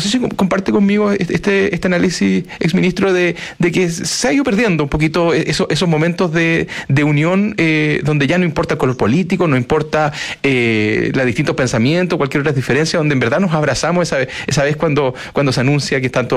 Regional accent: Concepción, Biobío, Chile; Y yo, que soy de Concepción, y voy a paso por As

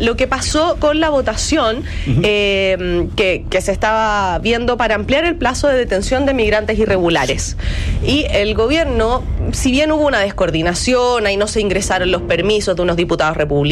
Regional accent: Antofagasta, Chile; yo soy antofagastina, yo nací y crecí, estudié en Antofagasta

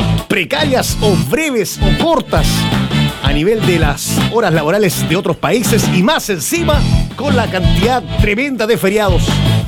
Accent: Chile; usted sabe que como buenos chilenos y chilenas

